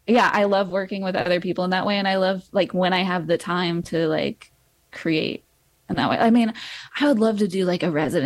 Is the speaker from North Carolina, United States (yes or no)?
no; Burbank, California, United States; born there; also born or lived in Santa Barbara, California; now in Lompoc, United States; I was actually born in Santa Barbara, and then I grew up partially in Burbank. And then yeah, I've been here for like 20 years.